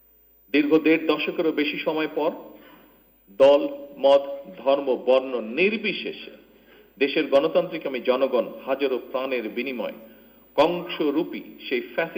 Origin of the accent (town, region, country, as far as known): Bangladesh